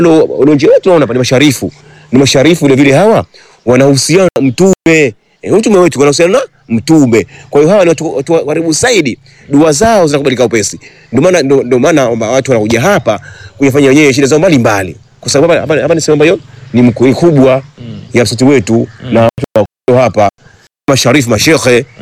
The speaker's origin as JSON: {"language": "Swahili", "town": "Kizimkazi", "region": "Zanzibar South", "country": "Tanzania", "tie": "born there"}